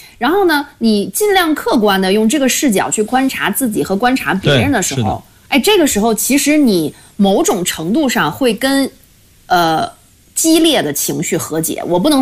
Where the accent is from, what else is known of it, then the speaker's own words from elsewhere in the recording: China; 用我们中国人的话讲啊